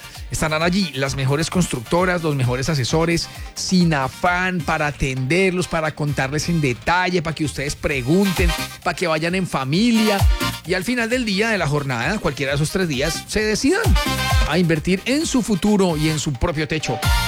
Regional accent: Ibagué, Tolima, Colombia; now in Quindío, Colombia; yo no soy de acá. Ustedes ya saben que les cuento cada rato que soy del Tolima, que soy de Ibagué y tal.

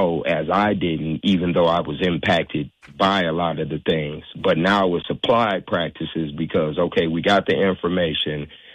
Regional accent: Gary, Indiana, United States; about him and I growing up in Gary, how we found our way to get on the right path

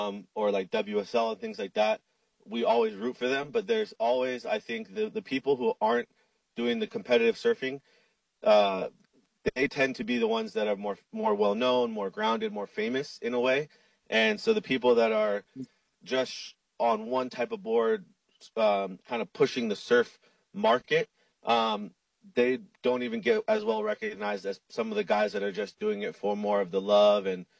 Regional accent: Makaha, Hawaii, United States; And that's how I learned, was from all my uncles. And growing up in Makaha

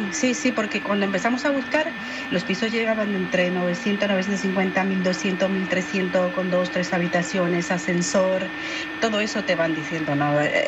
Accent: Bolivia; moved away; Sí, bueno, yo soy de Bolivia y vine hace 25 años. Y traje a las niñas después.

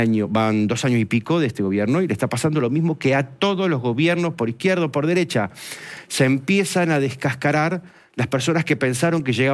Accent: Argentina

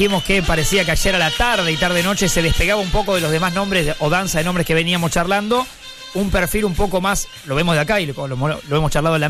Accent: Argentina; Y somos los argentinos muy hinchas

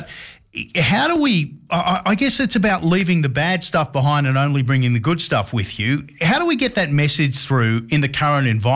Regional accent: Sydney, New South Wales, Australia; I grew up in Western Sydney, not far from where you grew up.

